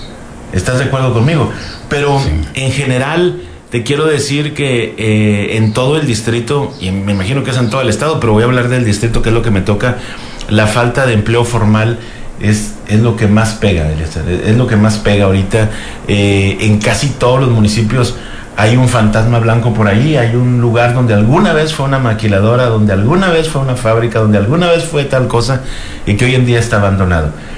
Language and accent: Spanish; Allende, Coahuila, Mexico; nosotros somos de Allende, ya lo sabes, sí, por ende, ¿no?, de la región 5 Manantiales.